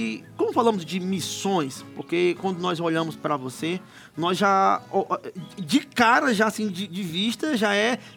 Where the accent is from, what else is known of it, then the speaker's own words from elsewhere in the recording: Teresina, Piauí, Brazil; Pois é, eu não posso esquecer que eu sou teresinense, piauiense, arretado, cabra da peste, rapaz.